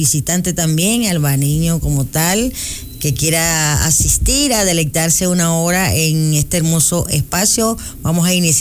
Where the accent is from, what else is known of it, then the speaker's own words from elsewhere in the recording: Venezuela; moved away as an adult; now in Baños, Ecuador; soy de Venezuela